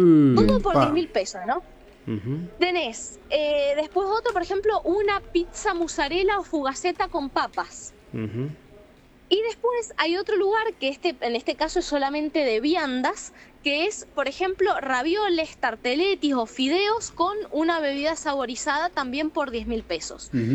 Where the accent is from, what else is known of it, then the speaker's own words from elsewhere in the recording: Godoy Cruz, Mendoza, Argentina; Soy Godoy Cruceña sí, por siempre.